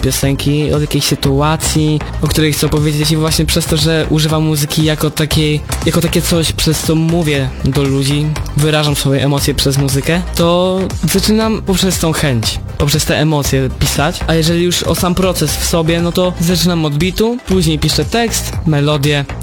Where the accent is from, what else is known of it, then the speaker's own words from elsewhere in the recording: Malbork, Pomeranian Voivodeship, Poland; jestem młodym artystą z Malborka.